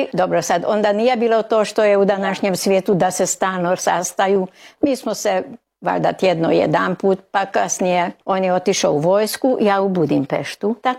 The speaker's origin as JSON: {"language": "Croatian", "town": "Udvar", "region": "Baranya", "country": "Hungary", "tie": "born or raised there", "said": "Ja sam u Udvaru rođena, u onoj kući gdje ćemo i posjetiti."}